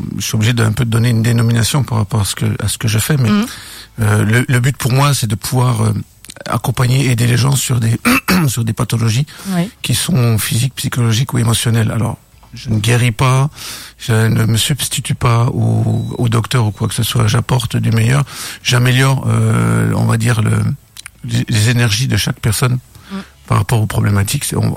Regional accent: France; born there; Je suis né en France il y a très longtemps.

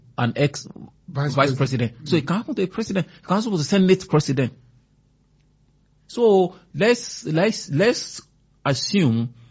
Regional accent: Nigeria

